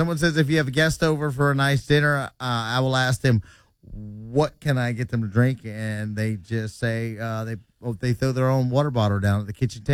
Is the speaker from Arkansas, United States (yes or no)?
no; Panama City, Florida, United States; my hometown representing stupid news today, Panama City.